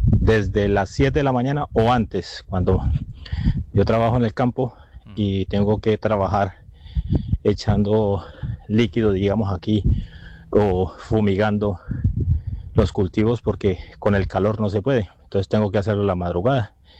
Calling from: Andalusia, Spain; llamo desde Andalucía, España.

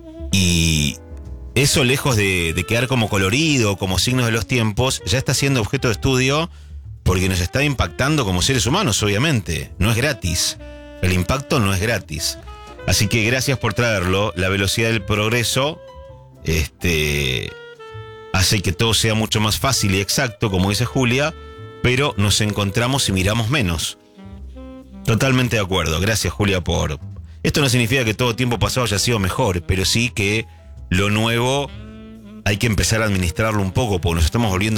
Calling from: Pacheco, Buenos Aires, Argentina; soy de Pacheco.

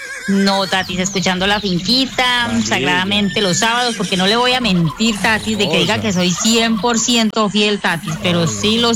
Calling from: La Unión, Valle del Cauca, Colombia; yo soy de la Unión Valle.

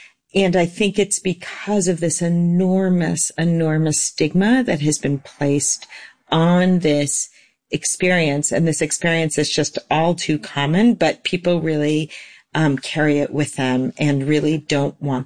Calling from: California, United States

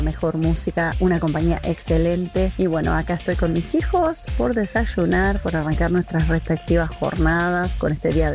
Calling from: Las Piedras, Canelones, Uruguay; desde Las Piedras.

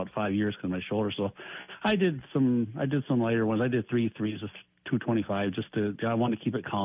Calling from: Chippewa Falls, Wisconsin, United States; from Chippewa Falls.

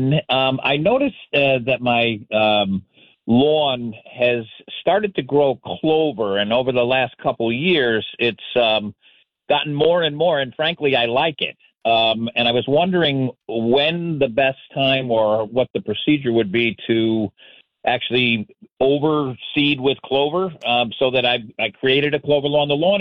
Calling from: Milford, Connecticut, United States; from Milford.

